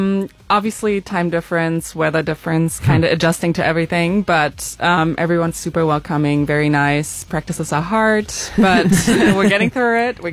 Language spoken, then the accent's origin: English; Germany; moved away as an adult; I'm 32 years old. I'm from Germany